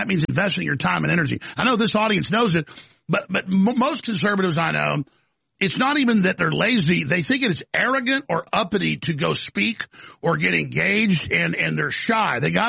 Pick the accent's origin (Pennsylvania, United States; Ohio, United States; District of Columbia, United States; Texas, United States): Texas, United States; I love Texas. I'm from Texas, proud of Texas.